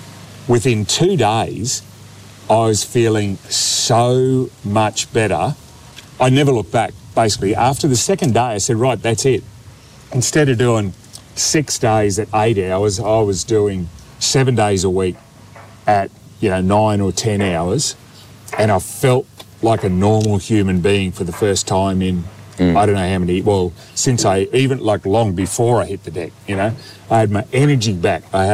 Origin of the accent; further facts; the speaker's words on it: Queensland, Australia; I grew up on the Sunshine Coast, and there was a little clique of mates who were into a lot of British punk at the time.